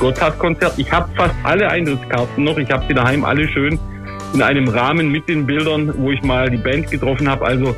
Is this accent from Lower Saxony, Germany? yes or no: no; Emmingen, Baden-Württemberg, Germany; Genau, ich komme direkt aus Emmingen, also sprich 8 Kilometer bis zum Hohenberg.